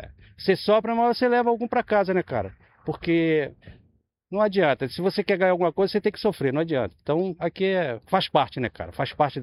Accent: Natal, Rio Grande do Norte, Brazil; Cara, eu sou da cidade do Rio Grande do Norte, Natal.

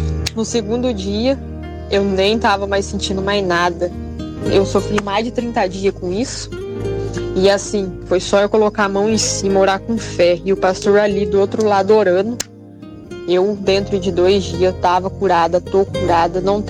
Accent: Estiva Gerbi, São Paulo, Brazil; sou daqui da cidade de Estiva Gerb

